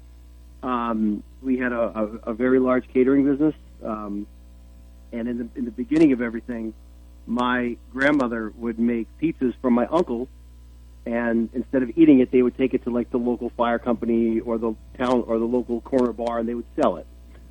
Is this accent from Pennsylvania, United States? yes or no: yes; Nesquehoning, Pennsylvania, United States; now in Pittston, United States; I am from a small little town in northeastern Pennsylvania called Nesquehoning.